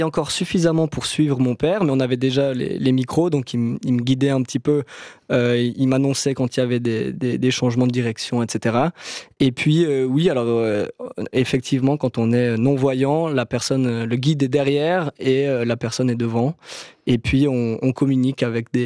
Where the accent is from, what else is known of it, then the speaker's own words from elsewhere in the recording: Crans-Montana, Valais, Switzerland; pour eux ça paraissait assez logique que je la fasse puisque je suis du Haut-Plateau et que j'avais déjà fait quelque chose avec Crans-Montana.